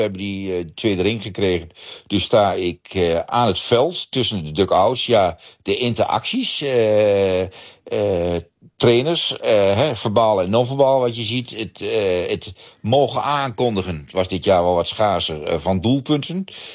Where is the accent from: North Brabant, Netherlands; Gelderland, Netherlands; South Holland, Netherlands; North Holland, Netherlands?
Gelderland, Netherlands; En ik was vroeger als discjockey geweest in de Achterhoek, onder andere, waar ik vandaan kom.